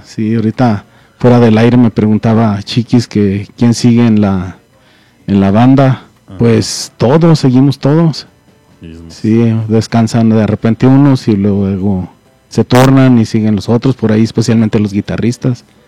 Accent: Loreto, Zacatecas, Mexico; moved away; De Zacatecas, Loreto, Zacatecas, para ser exactos.

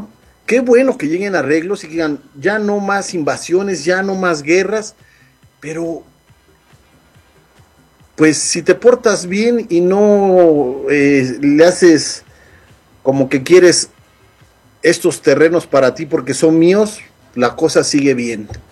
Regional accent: Mexico; yo soy mexicano

